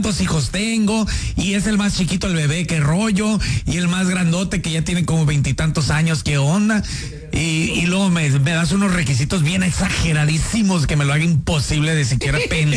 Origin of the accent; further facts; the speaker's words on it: Culiacán, Sinaloa, Mexico; y mono, nosotros venimos de Culiacán, oiga.